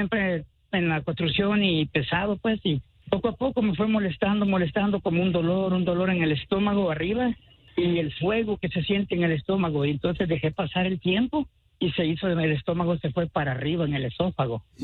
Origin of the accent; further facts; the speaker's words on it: San Salvador, El Salvador; No, hombre. Soy de San Salvador. Pero sí, mi mamá era de Usulután.